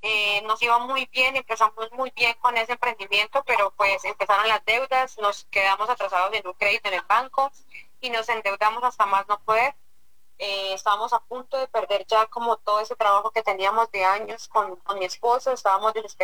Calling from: Puente Nacional, Santander, Colombia; Puente Nacional Santander.

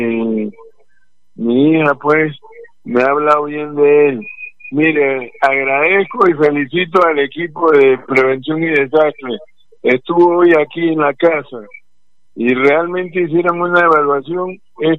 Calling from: Buenaventura, Valle del Cauca, Colombia; yo de Buenaventura no me voy, mi hija me dice que para que me vaya para Medellín, yo no me voy. Prefiero, aquí muero en mi tierra

